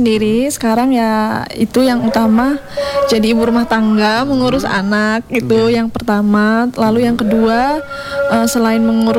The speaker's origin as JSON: {"language": "Indonesian", "region": "Lampung", "country": "Indonesia", "moved": "as an adult", "lives_now": "Ende, Indonesia", "said": "Saya asli dari Lampung, okay, dari Sumatera."}